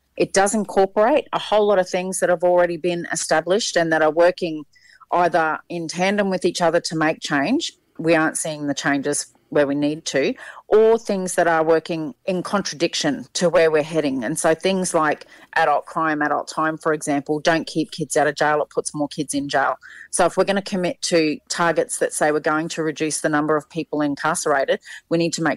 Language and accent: English; Rockhampton, Queensland, Australia; I remember growing up in Rockhampton and hearing about my grandfather who was active in the community there